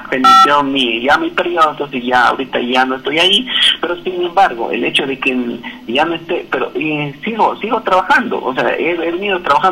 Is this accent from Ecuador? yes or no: yes; San Pablo de Atenas, Bolívar, Ecuador; born there; first language Spanish